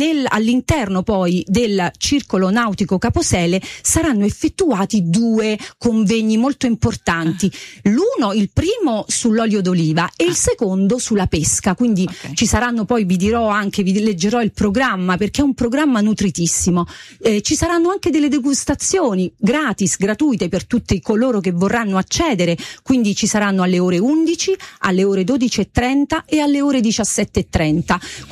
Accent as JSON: {"language": "Italian", "region": "Lazio", "country": "Italy"}